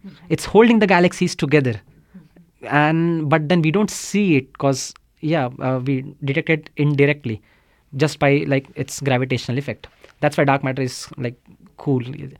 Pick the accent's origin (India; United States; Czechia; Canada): India; Well, my path to astronomy was a bit unconventional, because I grew up in India.